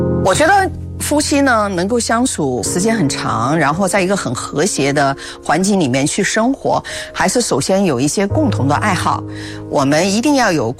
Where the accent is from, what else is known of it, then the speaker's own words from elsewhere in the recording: Sichuan, China; 他们认为说，哦，你们四川女孩子是不是会很厉害